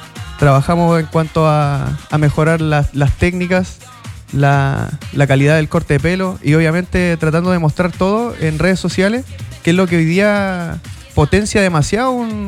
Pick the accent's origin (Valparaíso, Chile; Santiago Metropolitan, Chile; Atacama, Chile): Valparaíso, Chile; moved away as an adult; also born or lived in Puerto Montt; now in Castro, Chile; incursionando en el rubro de la barbería. Tengo 27 años, oriundo de Valparaíso.